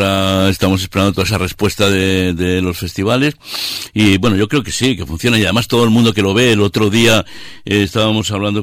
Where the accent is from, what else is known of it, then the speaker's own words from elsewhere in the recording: Canales de la Sierra, La Rioja, Spain; Y dio la casualidad que iba al teatro de mi pueblo, de Canales de la Sierra, entre hacer una actuación